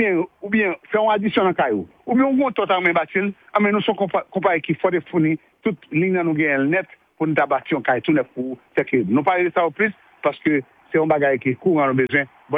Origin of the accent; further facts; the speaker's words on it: Haiti; moved away; on est haïtien